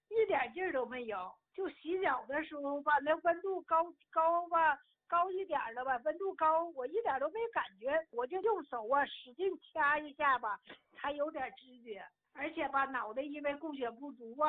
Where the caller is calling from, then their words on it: Harbin, Heilongjiang, China; 哎，常老师，我是哈尔滨的老患者了。